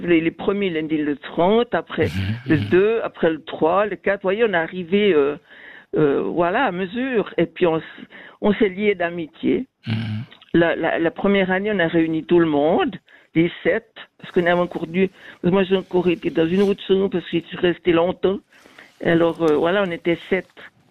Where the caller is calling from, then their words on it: Fribourg, Switzerland; moi j'habite au Gruyère, j'organise en Gruyère.